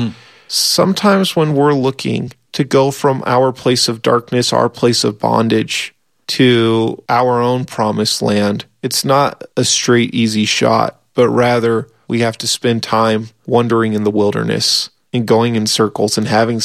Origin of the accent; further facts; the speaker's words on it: Seattle, Washington, United States; When I grew up in Seattle, I remember doing a field trip to downtown Seattle